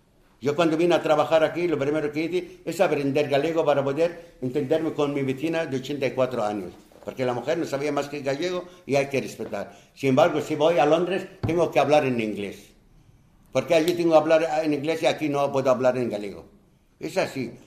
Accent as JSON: {"language": "Spanish", "country": "Palestine"}